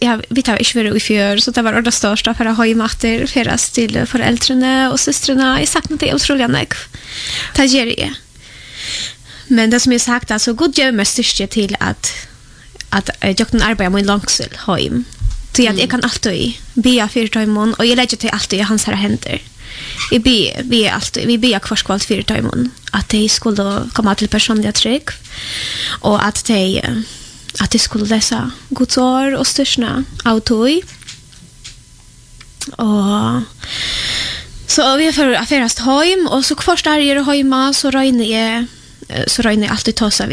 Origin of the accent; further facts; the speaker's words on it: Poland; Swedish is a second language; now in Sweden; att jag var nu hemma i Polen